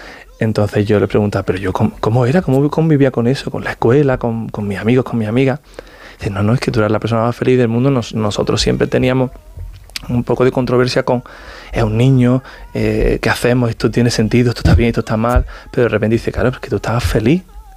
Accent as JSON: {"language": "Spanish", "town": "Roquetas de Mar", "region": "Andalusia", "country": "Spain", "tie": "born or raised there", "said": "Yo soy de un pueblo de Almería, yo soy de Roquetas de Mar, un pueblo que en ese momento yo no tenía ni referentes de danza"}